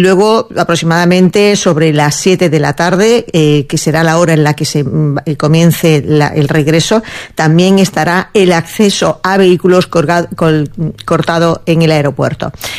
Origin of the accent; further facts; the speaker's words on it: Spain; Yo soy español, español.